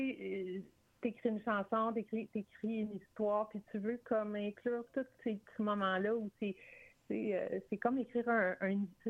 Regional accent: Laval, Quebec, Canada; Fait que c'est dur de dire d'où je viens, mais comme j'ai grandi à Laval.

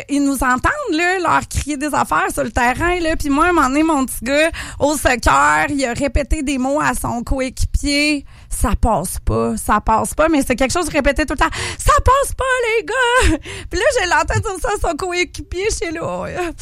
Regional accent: Sainte-Pétronille, Quebec, Canada; Je suis une petite fille de l'île d'Orléans, de Sainte-Pétronée. Donc, j'ai grandi à Lille. Mes parents étaient moniteurs de ski au Mont-Saint-Anne. Donc, moi, j'ai été élevée dans les pentes de ski du Mont-Saint-Anne.

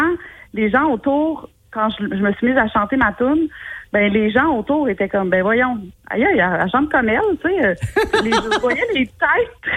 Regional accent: Quebec, Canada; Rosemère, ben c'est mon coin de pays. Tu sais, moi, je suis une fille de la Rive-Nord. J'habite à Sainte-Sophie.

